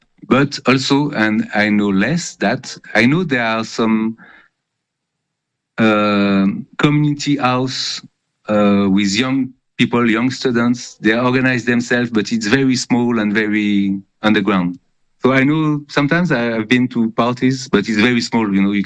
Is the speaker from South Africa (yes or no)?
no; France; English is a second language; moved away as an adult; now in Geneva, Switzerland; Yeah, I'm not originally from Geneva, so I could not talk about the history of punk, the punk scene in Geneva. I arrived from France. I was already 28